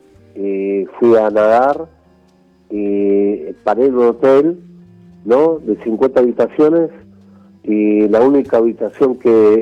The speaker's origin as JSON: {"language": "Spanish", "country": "Argentina", "said": "vos sos argentino, sí"}